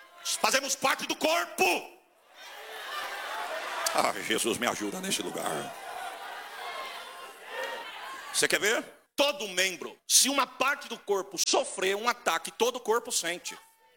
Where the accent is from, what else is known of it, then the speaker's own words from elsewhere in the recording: Catanduva, São Paulo, Brazil; Eu falei, não, eu sou de Catanduva.